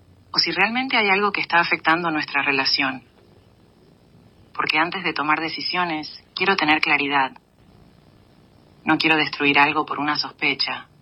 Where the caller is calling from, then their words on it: Rocha, Uruguay; Nací el 6 de abril de 1981 y estoy llamando desde Rocha.